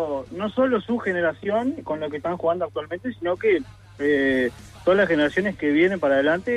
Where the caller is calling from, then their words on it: Uruguay; soy uruguayo.